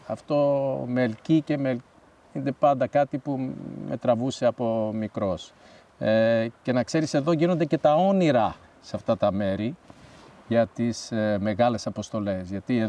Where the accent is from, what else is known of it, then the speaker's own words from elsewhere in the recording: Australia; moved away; Εγώ γεννήθηκα, μεγάλωσα στην Αυστραλία.